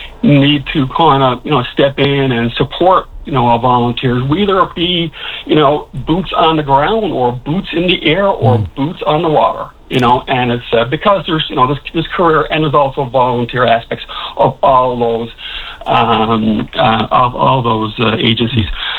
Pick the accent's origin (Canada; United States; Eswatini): Canada; Gander, Newfoundland and Labrador; I come from Wait and Gander, actually hosted a lot of the water bomber pilots last summer